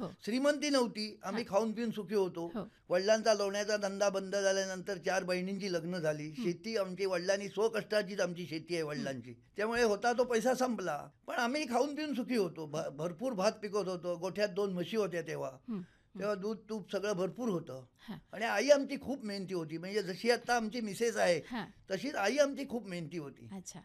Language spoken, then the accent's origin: Marathi; Maharashtra, India; माझा जन्म कोथोड्यात झाला.